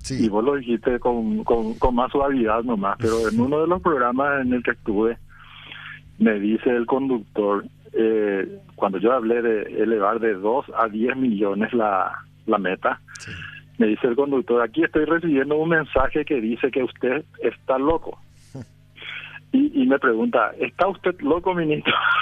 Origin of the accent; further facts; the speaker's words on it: Paraguay; Porque así somos los paraguayos, Samuel.